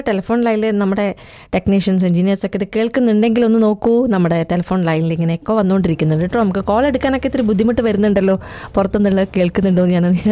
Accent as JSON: {"language": "Malayalam", "region": "Kerala", "country": "India", "said": "ഒരു മലയാളി എന്ന നിലയിൽ, ഒരു ഇന്ത്യക്കാരൻ എന്ന നിലയിൽ"}